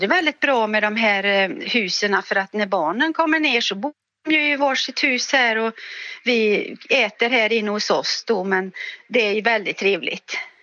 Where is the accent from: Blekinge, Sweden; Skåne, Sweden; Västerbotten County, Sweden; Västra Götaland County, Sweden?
Västra Götaland County, Sweden; Uddevalla; born there; now in Öland, Sweden; jag är egentligen född i Uddevalla.